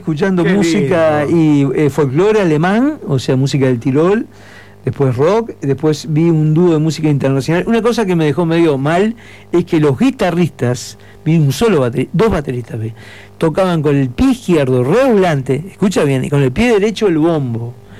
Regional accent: Maldonado, Uruguay; Le dije, de Uruguay, de Maldonado, soy de Punta del Diablo.

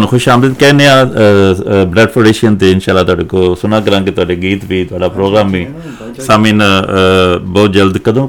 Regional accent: Punjab, Pakistan; ਅਸੀਂ ਵੀ ਖੁਦ ਪੰਜਾਬੀ ਹਾਂ ਤੇ ਮਾਂ ਬੋਲੀ ਜ਼ਬਾਨ ਇਦਾਰੇ ਦੀਵਾਰ ਇੱਕ ਦਰਮਿਆਨ 'ਚ ਮੁਲਕਾਂ ਦੀ ਇੱਕ ਬਣੀ ਹੈ ਲੇਕਿਨ ਸਾਡਾ ਕਲਚਰ ਇੱਕ ਜ਼ਬਾਨ ਇੱਕ

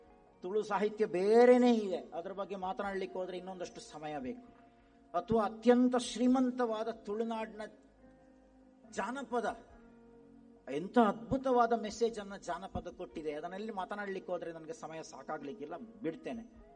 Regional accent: Karnataka, India; accent: Dakshina Kannada Kannada; Kannada is a second language

